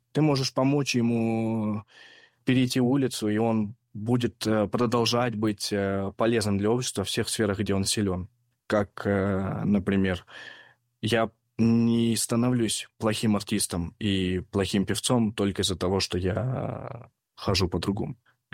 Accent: Russia; born there; слава богу, опять же, что я родился в России.

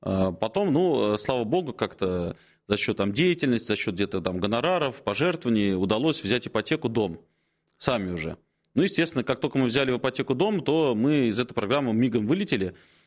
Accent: Moscow, Russia; moved away as an adult; now in Moscow Oblast, Russia; Подмосковье мое родное, ну, я вообще москвич коренной, но вот уже давно живу в Подмосковье, служу в Подмосковье

